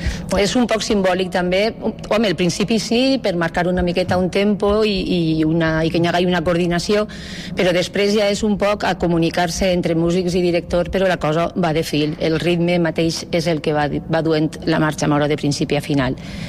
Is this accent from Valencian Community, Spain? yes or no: yes; Ontinyent, Valencian Community, Spain; com soc d'Ontinyent, com sempre els directors venen de fora, però com jo soc d'Ontinyent